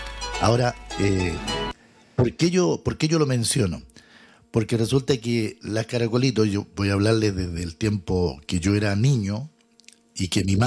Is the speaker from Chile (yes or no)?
yes; Linares, Maule, Chile; yo soy de Linares